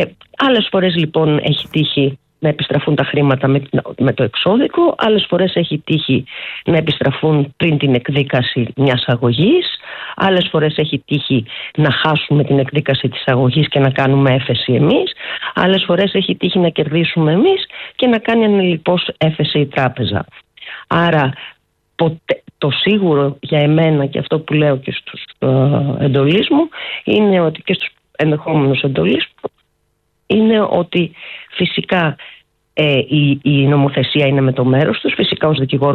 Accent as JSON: {"language": "Greek", "country": "Greece", "said": "για εμάς που είμαστε Έλληνες"}